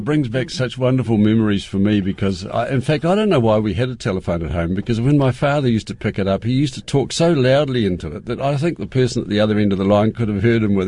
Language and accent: English; Roxburgh, Otago, New Zealand; now in Christchurch, New Zealand; In other words, when I was brought up in Roxburgh, I had the old man range. That was my environmental area.